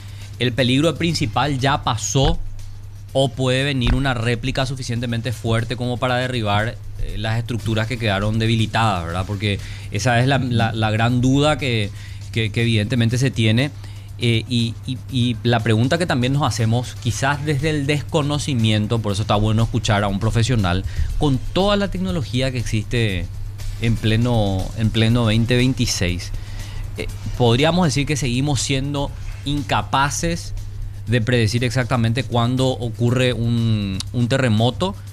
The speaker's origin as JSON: {"language": "Spanish", "country": "Paraguay", "said": "como Paraguay, como paraguayo"}